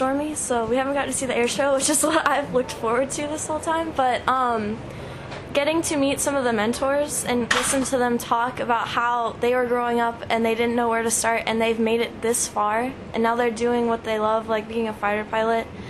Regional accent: Columbus, Ohio, United States; I'm from Columbus, Ohio. I've lived there pretty much all of my life, so it's a big experience to step out of Ohio and get involved.

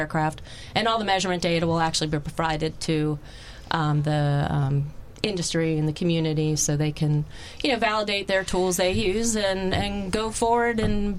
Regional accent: Philadelphia, Pennsylvania, United States; Oh, I'm from Philly.

